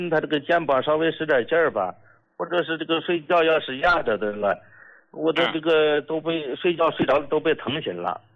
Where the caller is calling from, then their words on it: Shandong, China; 我家是山东的